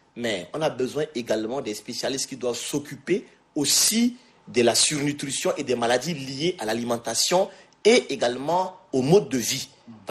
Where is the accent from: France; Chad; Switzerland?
Chad; on est tchadien